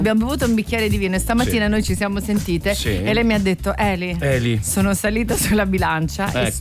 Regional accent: Veneto, Italy; Sono veneta, sono veneta, doc

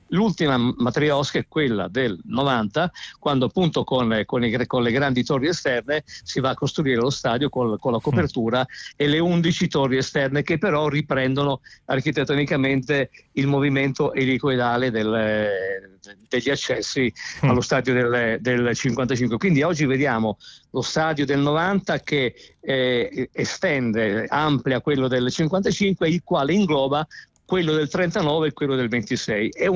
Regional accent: Tuscany, Italy; now in Milan, Italy; Vado a San Siro dal 1981, io mi sono trasferito a Milano dalla Toscana nel 1981

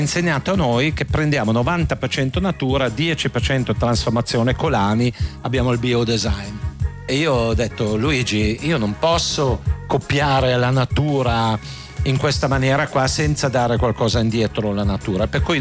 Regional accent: Switzerland; siamo cresciuti insieme in Svizzera

